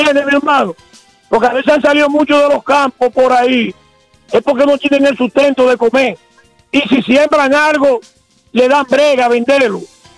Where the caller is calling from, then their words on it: Baní, Peravia, Dominican Republic; la ministra de Salud de aquí de Baní